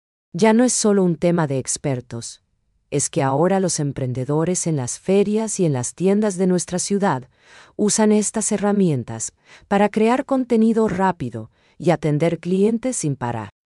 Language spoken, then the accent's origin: Spanish; Paraguay